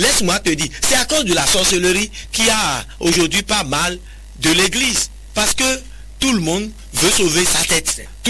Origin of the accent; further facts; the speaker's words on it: Benin; Moi, je suis béninois.